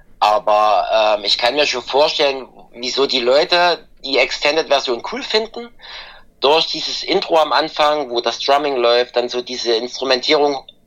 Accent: Erfurt, Thuringia, Germany; dass ich irgendwann mal in meiner Heimatstadt in Erfurt eine eigene Show auf dem Domplatz in Erfurt spiele und die ausverkauft ist.

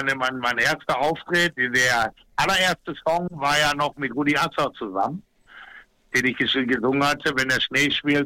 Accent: Germany; ich bin ein Deutscher.

